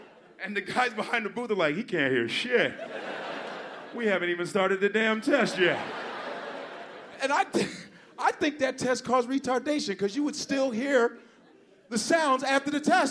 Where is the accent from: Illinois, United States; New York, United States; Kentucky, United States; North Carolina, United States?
Illinois, United States; Chicago; See, I grew up in Chicago, so it was all creepy.